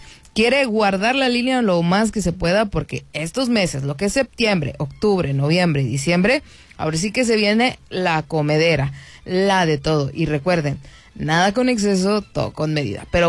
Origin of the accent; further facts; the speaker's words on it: Mexico; muchísimas cosas que forman parte de la identidad de nosotros como mexicanos